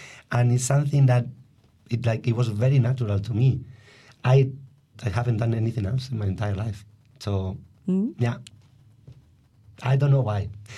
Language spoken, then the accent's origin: English; Spain; English is a second language; moved away as an adult; also born or lived in Madrid / France / Switzerland / Netherlands; I was born in Spain, and with 15 years old, I moved to Madrid to study dance.